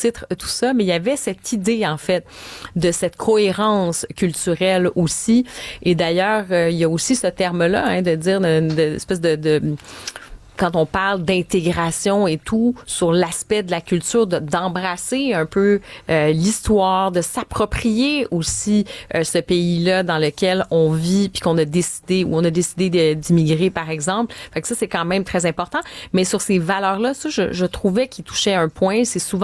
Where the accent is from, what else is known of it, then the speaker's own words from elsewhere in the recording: Quebec, Canada; born there; je suis née au Québec